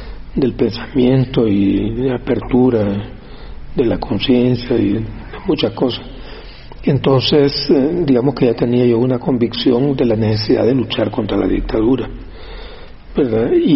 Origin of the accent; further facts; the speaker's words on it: El Salvador; yo me había educado en mi pueblo, un puerto, en instituciones públicas. Mi papá era médico también, entonces, digamos, tenía algunas comodidades y recursos que otra gente no tenía, sobre todo ahí en El Salvador.